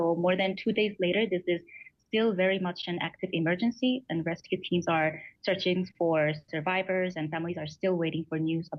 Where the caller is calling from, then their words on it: Medellin, Antioquia, Colombia; And personally, I'm speaking from Medellin, right? So roughly 190 kilometers from the epicenter.